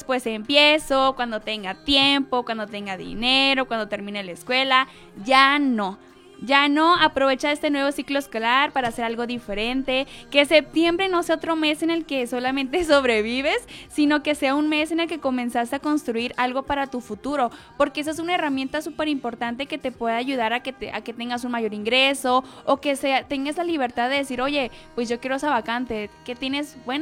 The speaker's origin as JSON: {"language": "Spanish", "region": "Sinaloa", "country": "Mexico", "said": "incluso en México, yo que soy de Sinaloa, a lo mejor van a decir, oye, ¿por qué habla así? Es que es mi acento"}